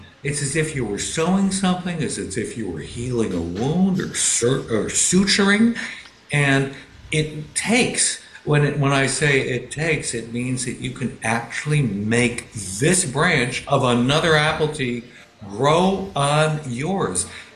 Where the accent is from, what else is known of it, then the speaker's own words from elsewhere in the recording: Connecticut, United States; we grew up in Connecticut